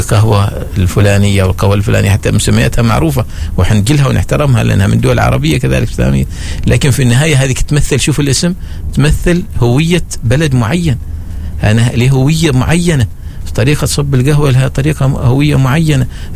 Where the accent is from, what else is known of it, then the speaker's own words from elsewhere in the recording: Oman; أنا اليوم لما أتكلم عن قاعدة السمت عندي في الضيافة كعماني تمر الحلوى مثلا